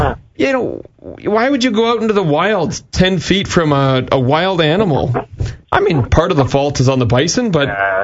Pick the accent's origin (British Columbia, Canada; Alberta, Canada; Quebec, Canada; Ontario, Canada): British Columbia, Canada; Vancouver; moved away; I'm from Vancouver and I'm not used to this